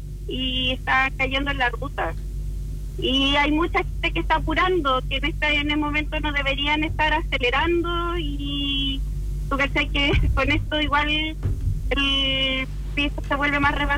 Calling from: Aysén, Chile; estoy en la ruta 7 desde Balmaceda a Coyhaique y en el sector Rancho Grande

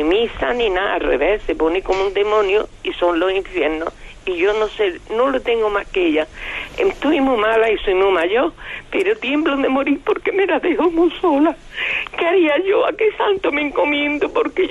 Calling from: Granada, Andalusia, Spain; de Granada.

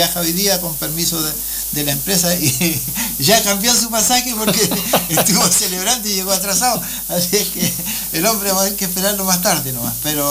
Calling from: Chile

